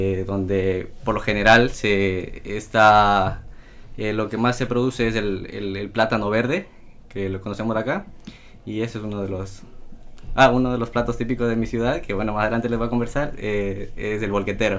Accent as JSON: {"language": "Spanish", "region": "Pastaza", "country": "Ecuador", "tie": "born there", "said": "yo sí soy de Ecuador, nací en Ecuador, soy de la provincia de Pastaza. Ecuador se divide en tres regiones: costa, sierra y oriente. Yo soy de la parte del oriente, de la Amazonía. Mi provincia es la provincia más grande"}